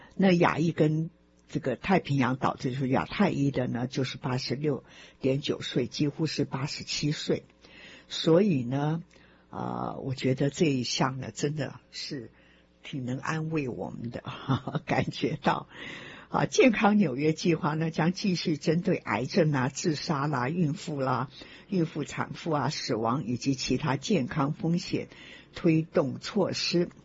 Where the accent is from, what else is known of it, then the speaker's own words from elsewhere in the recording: Taiwan; now in New York, United States; 对我来讲呢，我从台湾来说，我觉得好像是没有非常严重的事情呢